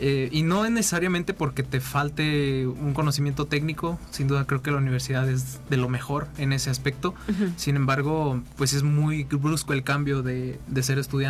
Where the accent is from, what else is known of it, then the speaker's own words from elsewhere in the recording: San Luis Potosí, Mexico; moved away; saben que soy de San Luis, saben que estudié aquí